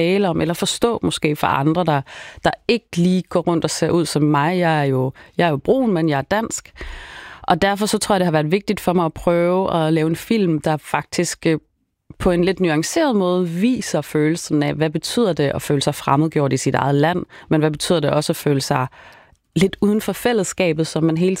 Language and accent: Danish; Sri Lanka; now in Denmark; selvom jeg er fra Sri Lanka og er tamiler.